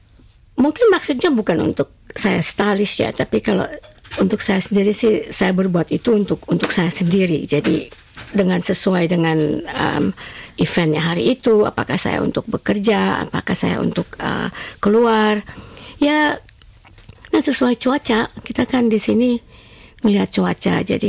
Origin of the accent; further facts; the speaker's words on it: Indonesia; now in Australia; yang memang ingin menjalin hubungan kita dari Indonesia, mm-hmm, dengan juga dari Australia karena kita tinggal di Australia